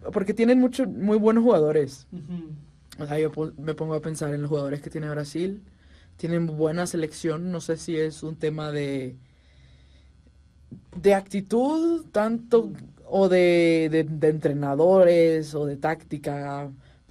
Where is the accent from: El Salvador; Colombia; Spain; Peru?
El Salvador; born there; yo nací ahí, soy